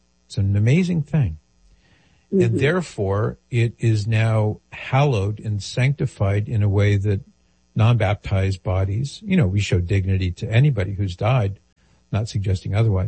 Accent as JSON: {"language": "English", "region": "California", "country": "United States"}